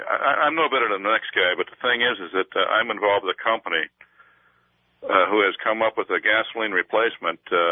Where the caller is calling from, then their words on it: Iowa, United States; Hi, this is … from Iowa.